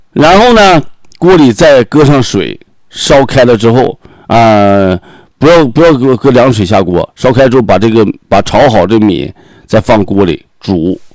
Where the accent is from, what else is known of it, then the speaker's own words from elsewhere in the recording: Northeast China, China; 为什么我们东北人发明了酸菜呢？